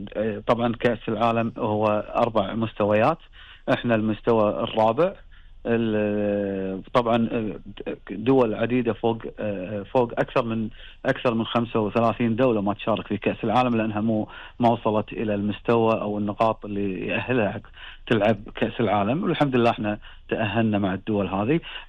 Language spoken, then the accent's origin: Arabic; Kuwait; نعمل شيء يليق في سمعة بلدنا الكويت.